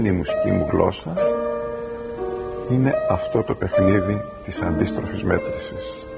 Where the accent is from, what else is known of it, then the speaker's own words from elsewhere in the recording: Rethymno, Crete, Greece; born there; Γεννήθηκα στο Ρέθυμνο της Κρήτης σε μια αστική, μεσοαστική οικογένεια